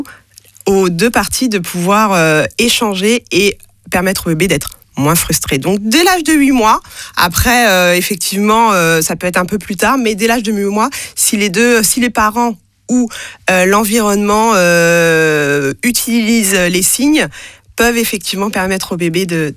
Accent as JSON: {"language": "French", "country": "France", "first_language": "French Sign Language"}